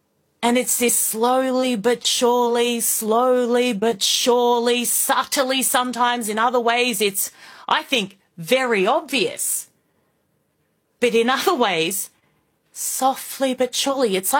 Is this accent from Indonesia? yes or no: yes; Indonesia; born or raised there